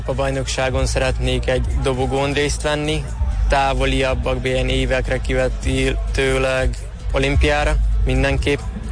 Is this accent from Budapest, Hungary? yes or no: no; Paks, Tolna, Hungary; Nem, paksi vagyok